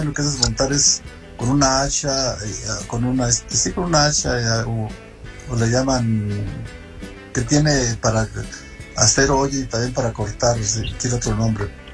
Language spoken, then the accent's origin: Spanish; Jalisco, Mexico; also born or lived in Lagos de Moreno, Jalisco; yo nací en Santa Anita, Jalisco, en un rancho, y casualmente había una escuela. A los 8 años mi papá nos traslada a otro rancho, donde ya no había escuelas, era como ahí puro campo, no había ni casa, o sea, completamente solo